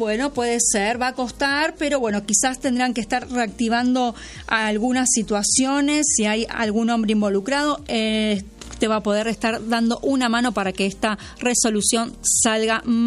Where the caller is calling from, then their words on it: San Luis, Argentina; de San Luis Capital